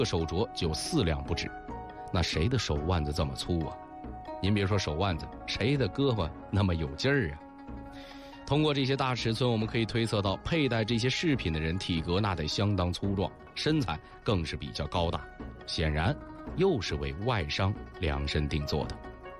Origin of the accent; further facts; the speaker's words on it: China; 那这些瓷器我们中国人自己喜欢